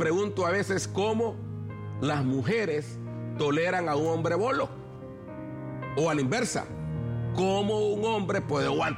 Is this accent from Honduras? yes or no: yes; Honduras; yo soy hondureño